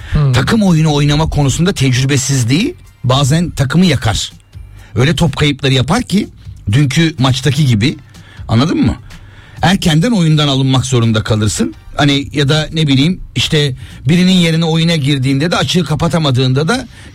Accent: Aegean Region, Turkey; Ben mesela Egeli

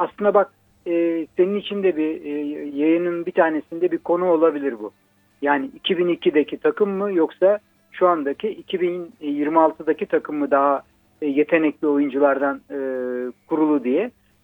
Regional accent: Trabzon, Turkey

